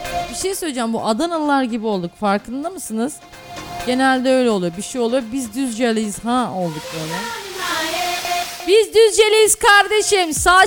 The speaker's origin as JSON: {"language": "Turkish", "region": "Düzce", "country": "Turkey", "said": "Biz Düzceliyiz kardeşim. Biz tanımıyor musunuz? Biz Düzceliyiz falan."}